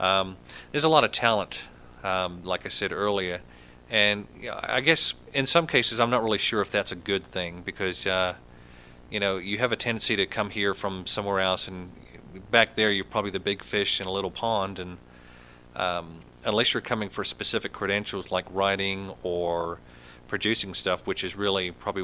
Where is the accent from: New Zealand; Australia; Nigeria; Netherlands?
New Zealand; now in Nashville, United States; getting back to my hometown of New Zealand. It's a beautiful resort there.